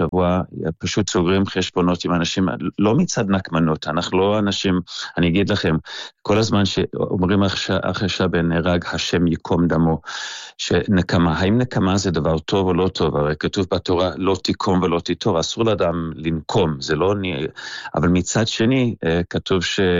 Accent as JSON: {"language": "Hebrew", "country": "South Africa", "lives_now": "Israel", "said": "אנחנו עלינו מדרום אפריקה, ויש איזשהו מיזם של לדאוג לחיילים בודדים"}